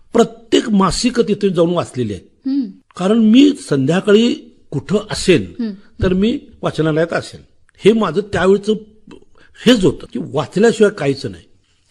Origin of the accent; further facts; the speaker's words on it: Ajara, Maharashtra, India; आमच्याकडे आजऱ्याला एक ग्रंथालय आहे, जे पटवर्धन सरकार इचलकरंजी त्यांनी केलेलं आहे. ते त्यांचं संस्थान होतं, आमचं गाव त्यांचं संस्थान होतं.